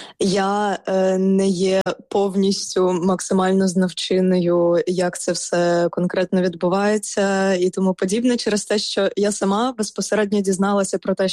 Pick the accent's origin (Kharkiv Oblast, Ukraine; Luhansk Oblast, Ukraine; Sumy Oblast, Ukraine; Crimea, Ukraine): Crimea, Ukraine; now in Western Ukraine; І третій я написала «Я з Криму». У 14-му я переїхала на захід України.